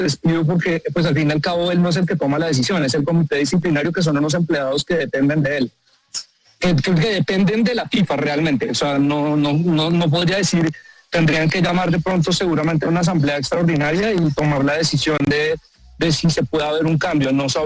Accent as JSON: {"language": "Spanish", "country": "Mexico", "said": "porque yo soy de México"}